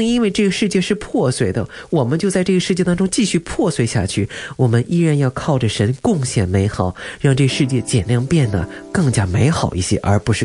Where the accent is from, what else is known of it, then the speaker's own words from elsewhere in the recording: China; 我们中国人